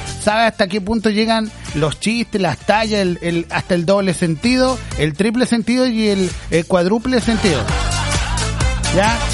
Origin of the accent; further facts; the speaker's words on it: Chile; como buen chileno, yo soy mecha corta